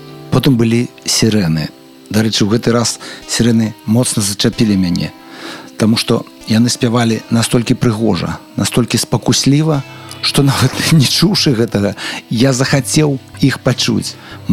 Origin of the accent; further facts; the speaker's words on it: Germany; also born or lived in Belarus; Маё дзяцінства прайшло ў Нямеччыне, і весь час мы ездзілі да хаты ў Беларусь.